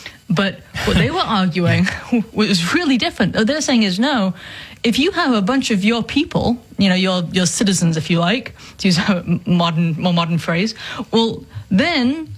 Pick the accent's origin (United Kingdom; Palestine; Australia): United Kingdom; England; now in United States; I grew up in England, I came over to the United States